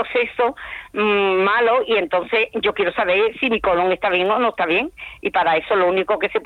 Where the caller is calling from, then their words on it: San Fernando, Andalusia, Spain; Mira, yo vivo en Perijunquera.